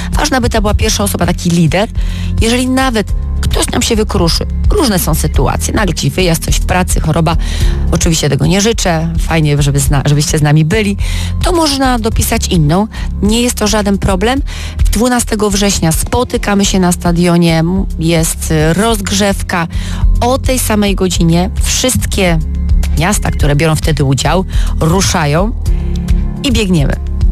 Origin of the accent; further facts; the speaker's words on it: Opole, Opole Voivodeship, Poland; jesteśmy właśnie w Opolu, miasto nasze jest wybrane